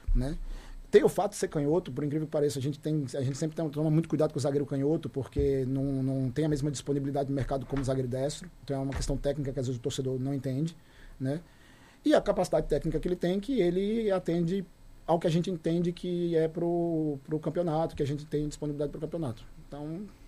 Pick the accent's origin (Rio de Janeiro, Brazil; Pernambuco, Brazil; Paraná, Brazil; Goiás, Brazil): Pernambuco, Brazil; Recife; Veja, eu sou de Recife. A minha história é no Santa Cruz.